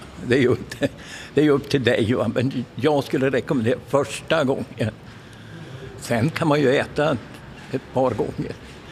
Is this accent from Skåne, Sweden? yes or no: no; Luleå, Norrbotten County, Sweden; moved away as an adult; now in Varberg, Sweden; Jag föddes upp i Luleå. Men jag flyttade ner till Varberg 1971.